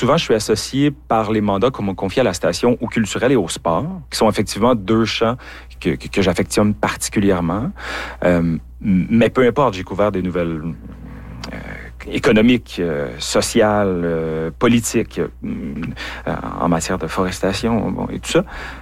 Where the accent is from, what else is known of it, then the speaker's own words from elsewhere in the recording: Salaberry-de-Valleyfield, Quebec, Canada; moved away as an adult; Campi-valencien, effectivement, moi, je suis né à Valleyfield. J'y étais jusqu'à l'âge de 17 ans